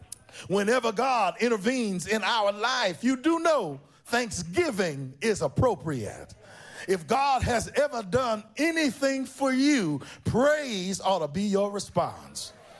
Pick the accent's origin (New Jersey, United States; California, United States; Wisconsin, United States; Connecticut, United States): California, United States; Oakland; also born or lived in Richmond, California; I was born and raised in Oakland. We called it Oak Town. Born and raised, and then we moved to Richmond, California. Rich Town.